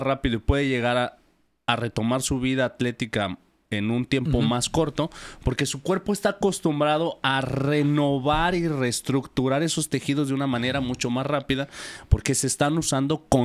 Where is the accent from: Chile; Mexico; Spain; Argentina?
Mexico; Nuestra sociedad como mexicanos